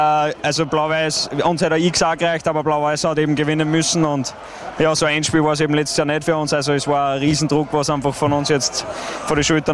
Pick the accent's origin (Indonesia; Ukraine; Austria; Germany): Austria; Upper Austria; Ja, ich als Oberösterreicher bin da daheim, das stimmt.